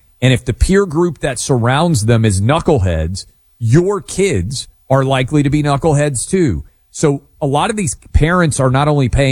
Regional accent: New York City, New York, United States; growing up in New York City.

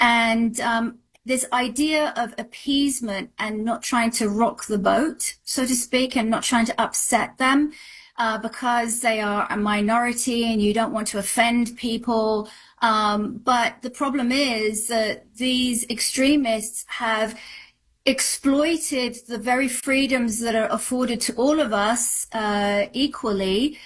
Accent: United Kingdom; now in United States; I said, well, I'm a British citizen, and this is a democracy, and we have freedom of speech.

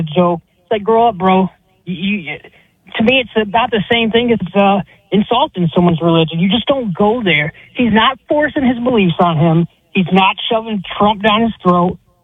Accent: Buffalo, New York, United States; I grew up right outside of Buffalo, so drinking age in Canada was 19

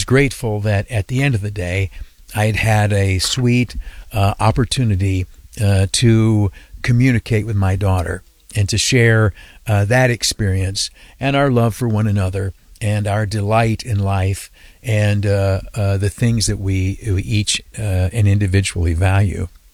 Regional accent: Canisteo, New York, United States; now in Schenectady, United States; my hometown of Canastillo, New York, down in the southern tier.

